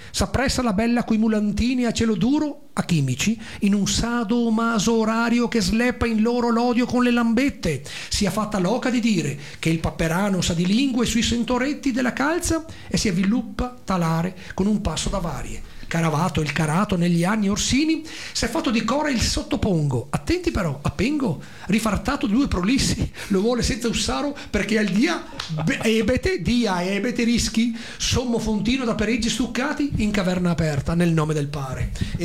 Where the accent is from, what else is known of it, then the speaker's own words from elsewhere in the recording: Venice, Veneto, Italy; Guarda che mi so da Canareggio, e lo capio, RDM, Canareggio.